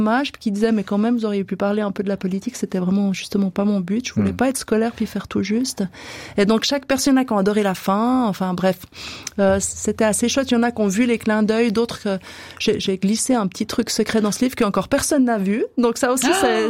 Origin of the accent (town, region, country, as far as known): Switzerland